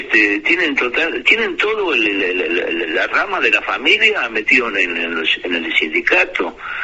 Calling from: Argentina; Yo vivo en Argentina

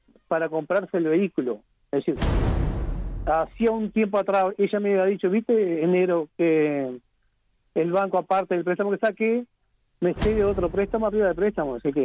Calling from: Uruguay; somos uruguayos y nos matamos trabajando.

